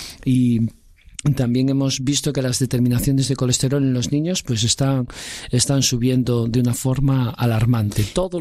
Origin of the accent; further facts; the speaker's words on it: Spain